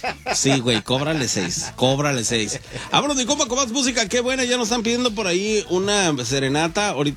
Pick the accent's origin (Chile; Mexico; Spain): Mexico; Mexico City; ¡Soy un chilango!